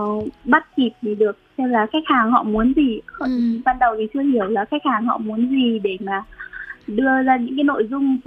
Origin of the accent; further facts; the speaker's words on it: Thanh Hoa, Vietnam; now in Hanoi, Vietnam; Em quê ở Thanh Hóa.